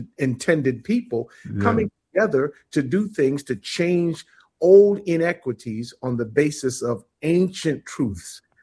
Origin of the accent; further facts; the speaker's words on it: Cincinnati, Ohio, United States; In my hometown, there was a big AM station, WCIN